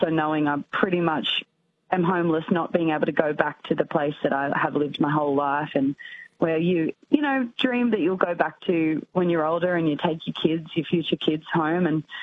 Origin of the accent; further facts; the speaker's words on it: Australia; And I'm an Australian, to add to that, I'm kind of like this you know, newcomer, new kid on the block